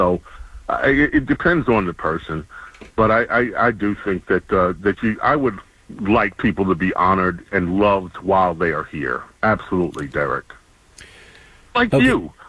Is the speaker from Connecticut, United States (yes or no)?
no; New York City, New York, United States; I'm so grateful to God that I lived in New York City when I did, that I was raised in New York City.